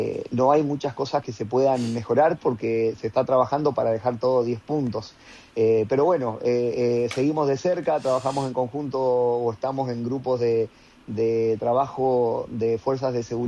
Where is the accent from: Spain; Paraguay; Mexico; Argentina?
Argentina; Concordia, Entre Ríos; yo soy de Concordia